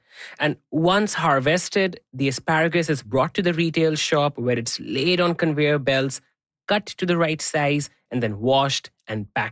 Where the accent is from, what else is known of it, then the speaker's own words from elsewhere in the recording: India; moved away; Well, growing up in India